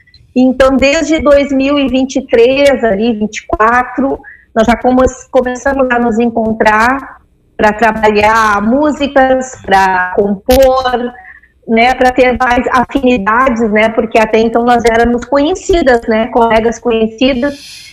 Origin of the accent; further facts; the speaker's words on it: Dom Pedrito, Rio Grande do Sul, Brazil; now in Pelotas, Brazil; O meu pai, ele era gaiteiro lá em Dom Pedrito, onde eu me criei, onde eu tenho laços ainda muito profundos, né, com o local.